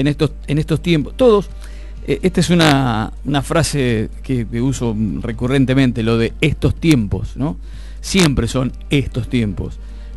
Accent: Argentina

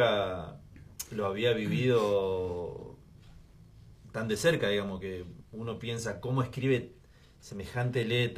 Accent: Cañada Rosquín, Santa Fe, Argentina; moved away as an adult; now in Entre Ríos, Argentina; Criado en el lado de Santa Fe, yo me crié en Cañada Rosquín, el pueblo

